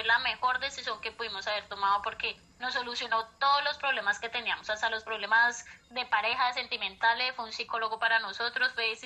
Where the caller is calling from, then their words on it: Bogotá, Bogotá Capital District, Colombia; lo llamo desde acá, desde Suba la Gaitana.